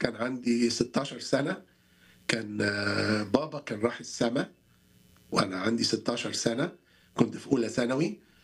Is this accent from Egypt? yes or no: yes; Egypt; فانا اتولدت فعلا في مصر وكنت موجود معاهم دايما في الكنيسه في ايام الاحد، وكنا بنروح مدارس الاحد وبنتعلم عن التربيه المسيحيه من صغرنا.